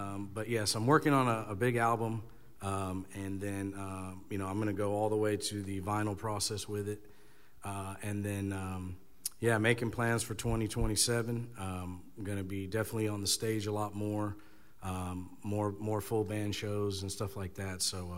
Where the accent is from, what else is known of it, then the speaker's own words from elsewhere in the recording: Houston, Texas, United States; moved away as an adult; now in East Tennessee, United States; I moved here from Houston about 3 years ago. I was on the music scene there about 20 years. Born and raised there